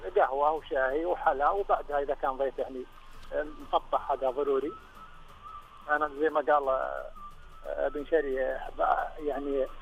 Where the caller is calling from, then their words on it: Riyadh, Riyadh Province, Saudi Arabia; انا من الرياض والاصل من الزلفي لكن انا من الرياض يعني اقامه دائمه في الرياض